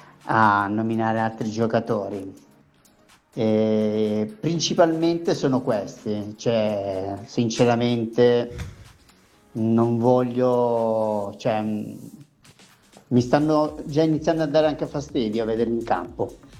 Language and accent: Italian; Varese, Lombardy, Italy; Ciao Chiara, sono da Varese.